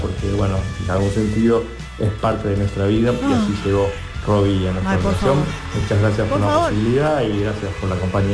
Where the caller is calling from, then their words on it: Buenos Aires, Argentina; de Flores.